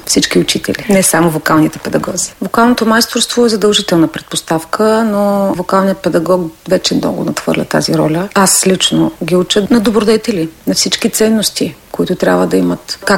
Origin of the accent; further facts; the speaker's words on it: Gorna Oryahovitsa, Veliko Tarnovo Province, Bulgaria; moved away as an adult; now in Veliko Tarnovo, Bulgaria; Моят път започна в родния ми град Горна Оряховица, в читалище Напредък там и втора година вече се преместих в читалище Искра, Велико Търново